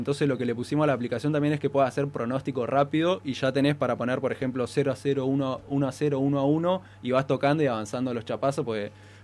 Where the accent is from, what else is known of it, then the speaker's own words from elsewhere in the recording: Neuquén, Argentina; vos elegís, por ejemplo, de qué ciudad sos, yo ahí pongo de Neuquén.